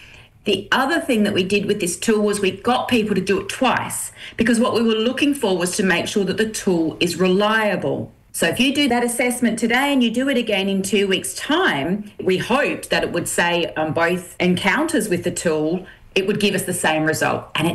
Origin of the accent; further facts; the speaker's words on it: Adelaide, South Australia, Australia; how exciting that it's in my hometown of Adelaide too, which is just fabulous.